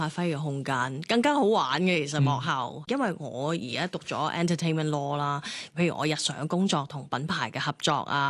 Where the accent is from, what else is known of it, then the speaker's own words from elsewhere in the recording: Vancouver, British Columbia, Canada; moved away as an adult; now in Hong Kong; 我在温哥华长大，其实我16岁就机缘巧合入了当地的中文电视台做嘢。